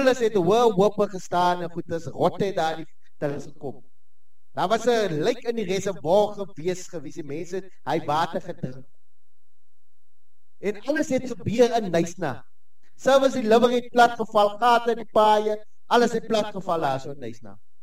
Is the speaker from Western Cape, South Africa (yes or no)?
yes; Hessequa, Western Cape, South Africa